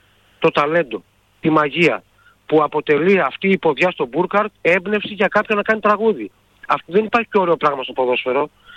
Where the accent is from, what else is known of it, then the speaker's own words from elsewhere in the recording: Greece; επειδή είμαστε Έλληνες